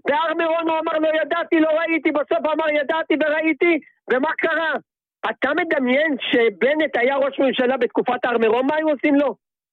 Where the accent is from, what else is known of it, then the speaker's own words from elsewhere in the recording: Tel Aviv, Tel Aviv District, Israel; אני גדלתי בשכונת התקווה, אני מכיר אותם.